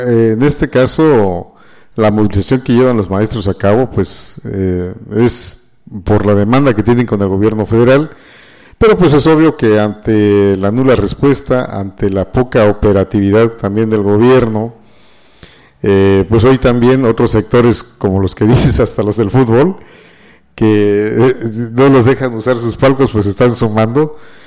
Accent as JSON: {"language": "Spanish", "country": "Mexico"}